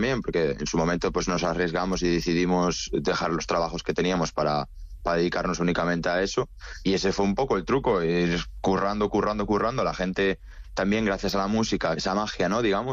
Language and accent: Spanish; Galicia, Spain; yo, que soy de Galicia, Galiza